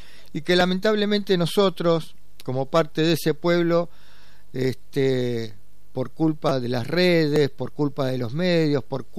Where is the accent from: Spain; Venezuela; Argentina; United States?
Argentina